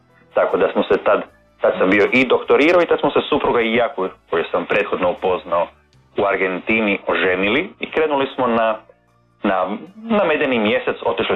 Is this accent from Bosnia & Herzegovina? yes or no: no; Vrbovec, Zagreb County, Croatia; moved away as an adult; odrastao sam jedan dio u Vrbovcu i drugi u Zagrebu. Dakle, sve unutar jedne, rekao bih, vrlo, vrlo bliske zone, tako da Vrbovec je 40 km od Zagreba